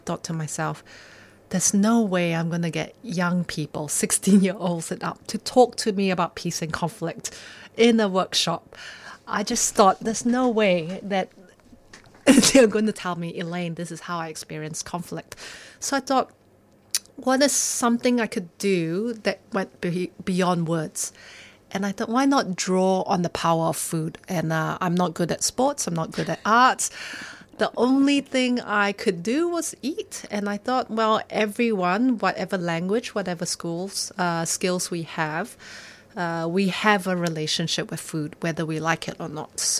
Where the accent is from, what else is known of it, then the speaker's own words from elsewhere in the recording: Malaysia; Well, I am a Malaysian by birth. So if you ever had a conversation with Malaysians, we can't stop talking about food. We can go for hours and hours. And I grew up in that context and I've traveled around the world.